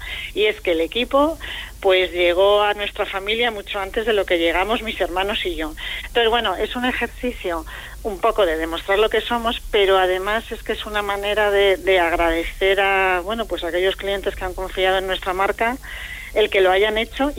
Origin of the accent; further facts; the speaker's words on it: Madrid, Community of Madrid, Spain; accent: castizo; igual me notas el acento un poco castizo porque soy de Madrid o de Madrid Chamberí.